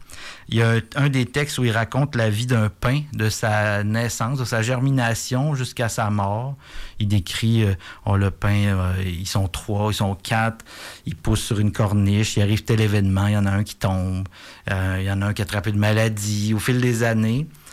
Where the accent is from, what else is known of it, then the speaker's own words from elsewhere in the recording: Saint-Ferdinand, Quebec, Canada; moved away; Je viens de Saint-Ferdinand